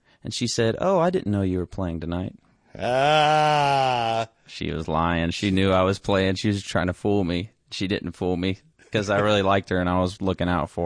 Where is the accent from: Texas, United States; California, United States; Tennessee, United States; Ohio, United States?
Tennessee, United States; Dickson; moved away as an adult; also born or lived in Cookeville, Tennessee; I'm from Dixon, Tennessee. I grew up 45 minutes west of Nashville on the boring side of Tennessee.